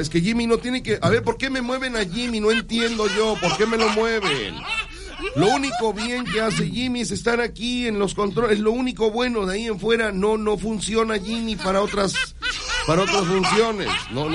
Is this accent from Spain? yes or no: no; Mexico; Somos mexicanos, venimos felices el día de hoy, aterrizando desde Jalapa.